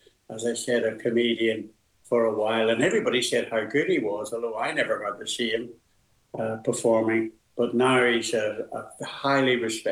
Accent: Belfast, Northern Ireland, United Kingdom; now in Sunderland, United Kingdom; We were both from Belfast and Belfast boys

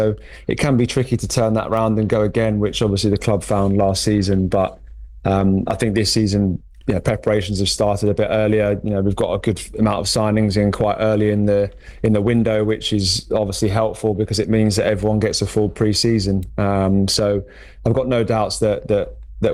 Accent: Brentwood, East of England, United Kingdom; also born or lived in Chelmsford; So I was born in Chelmsford and then grew up in Brentwood for my whole childhood, really.

